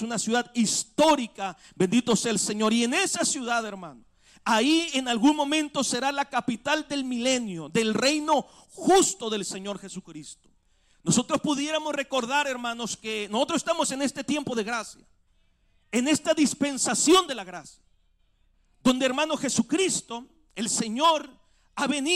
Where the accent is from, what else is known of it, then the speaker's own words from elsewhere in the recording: Mexico; Nosotros decimos, somos mexicanos, ¿verdad? Mi ciudad está en tal parte, en el norte del país, en el sur, en el centro.